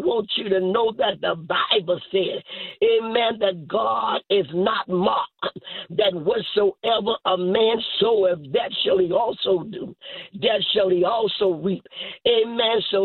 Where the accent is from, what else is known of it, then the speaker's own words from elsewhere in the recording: Mississippi, United States; moved away; Down there in Mississippi. Hallelujah. Where my hometown is.